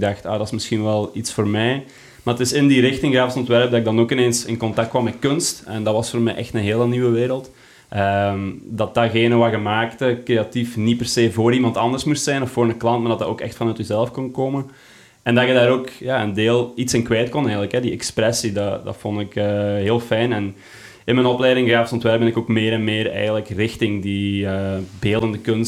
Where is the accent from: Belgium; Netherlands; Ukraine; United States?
Belgium; Deurne, Flanders; Deurnedienst.